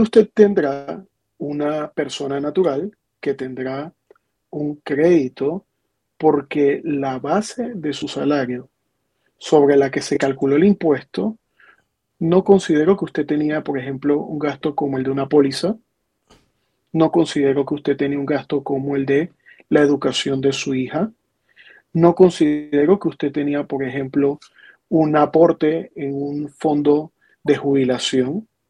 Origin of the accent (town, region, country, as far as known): Panama